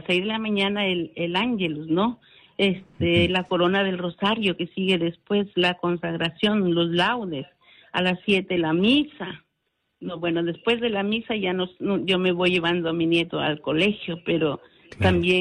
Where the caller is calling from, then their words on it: Piura, Peru; Yo llamo desde Piura